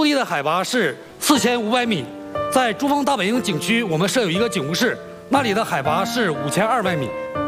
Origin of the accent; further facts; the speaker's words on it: Heilongjiang, China; accent: Northeastern; moved away as an adult; also born or lived in Hegang, Heilongjiang; now in Tibet, China; 我的老家是这个黑龙江的，以前呢工作是在黑龙江鹤岗市